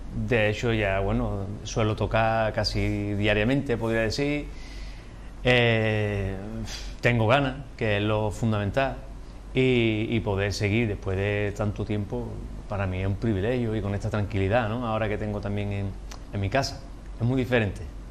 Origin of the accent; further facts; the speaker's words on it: Cádiz, Andalusia, Spain; Y para la música, serio, como artista gaditano, ¿no?